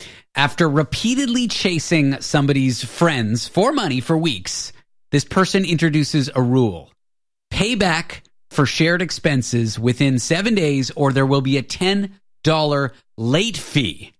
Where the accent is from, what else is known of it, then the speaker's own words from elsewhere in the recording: Canada; I grew up in Canada. I grew up pronouncing the name Natasha, not Natasha.